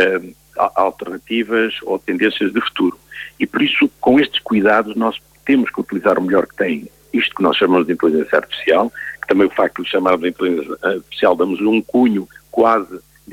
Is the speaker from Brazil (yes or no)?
no; Portugal; nós em Portugal normalmente adotamos